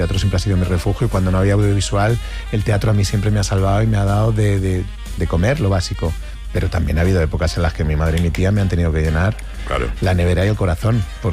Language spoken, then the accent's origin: Spanish; Getafe, Community of Madrid, Spain; Yo vengo de Getafe.